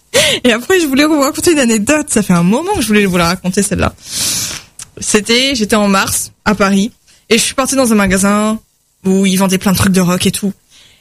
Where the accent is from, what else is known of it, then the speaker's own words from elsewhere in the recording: Réunion; on est venu à dire qu'on vient de La Réunion